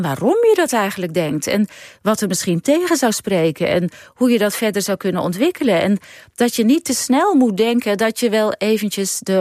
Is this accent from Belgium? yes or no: no; Netherlands; born there; ik als Nederlandse geboren vrouw